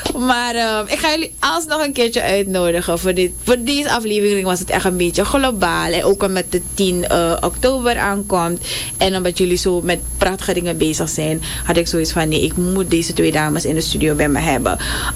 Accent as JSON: {"language": "Dutch", "town": "Albina", "region": "Marowijne", "country": "Suriname", "said": "Ik ben van Marowijne, want ik ben van Albina."}